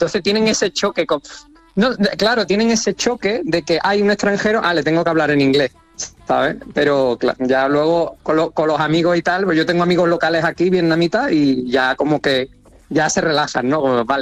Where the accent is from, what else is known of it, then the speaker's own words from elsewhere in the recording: Seville, Andalusia, Spain; yo soy sevillano, yo soy de Sevilla y nosotros pues, tenemos mucho salero guasa, como queráis llamarlo